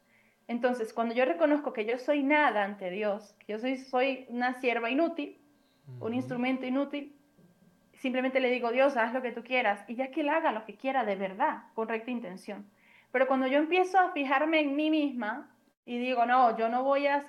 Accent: Venezuela; moved away as an adult; como venezolanos, sabes todas las situaciones que hemos tenido que afrontar

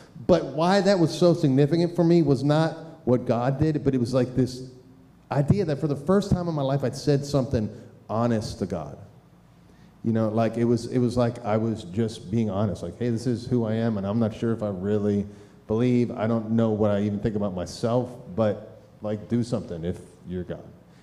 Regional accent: Philadelphia, Pennsylvania, United States; This is like, I grew up in Philadelphia.

